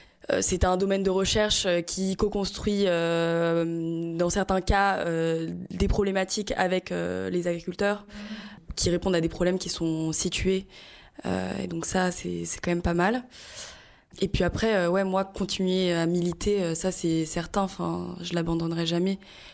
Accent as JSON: {"language": "French", "town": "Paris", "region": "Île-de-France", "country": "France", "said": "moi, je suis parisienne"}